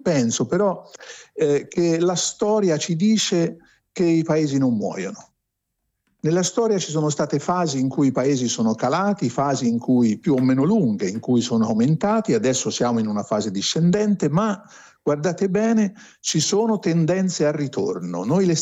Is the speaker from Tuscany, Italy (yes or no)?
yes; Tuscany, Italy; entrambi viviamo ancora oggi nel paese dove siamo nati, io in Toscana